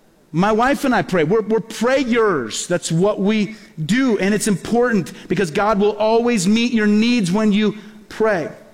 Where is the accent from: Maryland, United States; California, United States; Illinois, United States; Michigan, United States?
Illinois, United States; Peoria; born or raised there